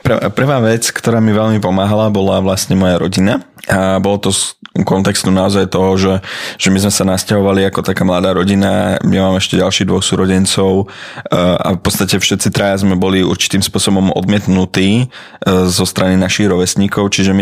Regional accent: Bratislava, Bratislava Region, Slovakia; Som Bratislavčan, žijúci v Petržalke, som po novom už pracujúci, čiže nedávno som skončil vysokú školu a som ženatý.

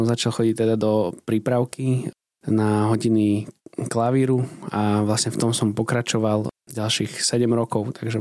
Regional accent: Bratislava, Bratislava Region, Slovakia; Áno, takže … a pochádzam z Bratislavy

